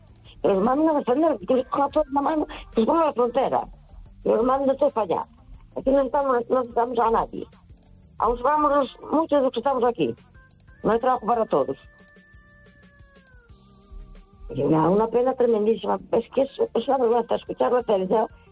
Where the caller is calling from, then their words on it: A Coruña, Galicia, Spain; de Coruña.